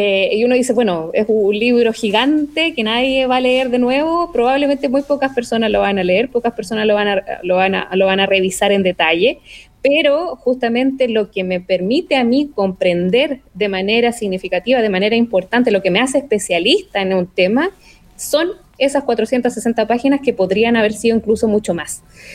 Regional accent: northern Chile, Chile; me fui a estudiar agua porque vengo del norte de Chile.

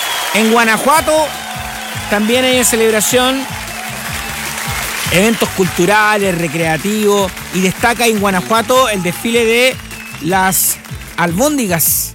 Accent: Chile

